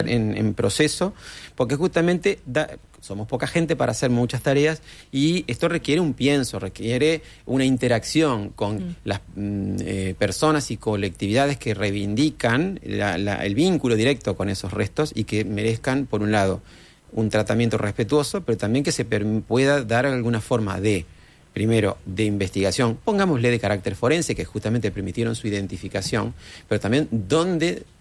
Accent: Las Piedras, Canelones, Uruguay; yo reitero, vengo de Canelones, Las Piedras, y trabajé buena parte de mi carrera en Las Piedras y en formación docente.

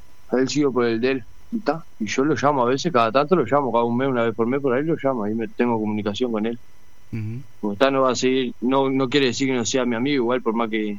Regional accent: San José, Uruguay; now in Nueva Helvecia, Uruguay; tengo 33 años, soy coordinador del grupo de Alcohólico Anónimo acá de Nueva Alvesia, soy de San José, vengo, de allá de San José. Estoy trabajando acá en Nueva Alvesia

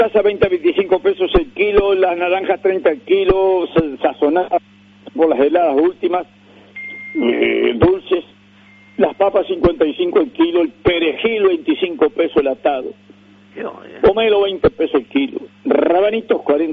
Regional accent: Uruguay; Yo soy el único uruguayo que es capaz de decir no sé una vuelta que no sabe.

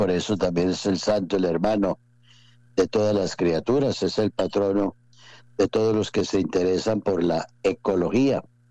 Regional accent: Colombia; para nosotros los colombianos

